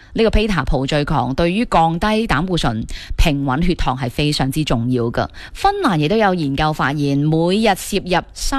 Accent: Guangdong, China

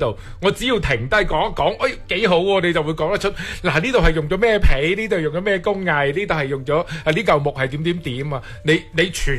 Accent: Guangdong, China; 我哋广东人

